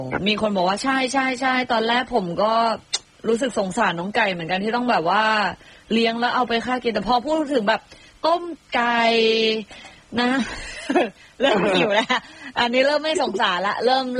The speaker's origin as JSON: {"language": "Thai", "region": "Nakhon Ratchasima", "country": "Thailand", "said": "ตอนเพื่อนหนูก็คนโคราชเหมือนกัน"}